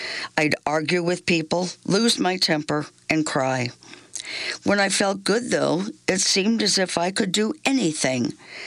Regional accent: Columbia, Missouri, United States; born or raised there

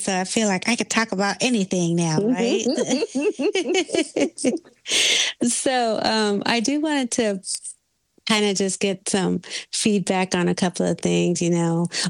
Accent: California, United States; moved away; I grew up in California

